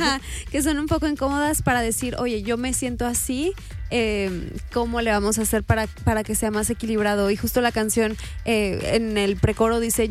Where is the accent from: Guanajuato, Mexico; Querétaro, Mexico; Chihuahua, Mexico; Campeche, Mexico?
Guanajuato, Mexico; Irapuato; soy originaria de Irapuato, Guanajuato, soy cantautora, soy escritora